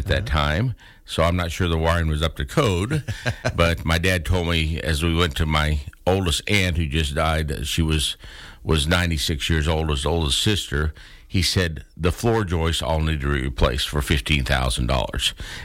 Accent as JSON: {"language": "English", "town": "Keith", "region": "Kansas", "country": "United States", "tie": "born or raised there", "said": "I grew up in a big metropolis of Keith, Kansas."}